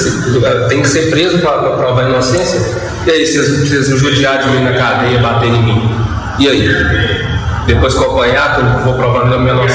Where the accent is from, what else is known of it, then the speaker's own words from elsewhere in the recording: Novo Cruzeiro, Minas Gerais, Brazil; sou do Novo Cruzeiro.